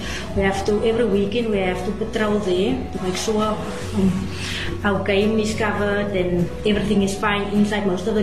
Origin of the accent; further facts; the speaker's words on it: Ceres, Western Cape, South Africa; moved away as an adult; now in Langebaan, South Africa; I'm currently living in Langebaan. I'm from Ceres. So 2010, when I started here, I came from Ceres.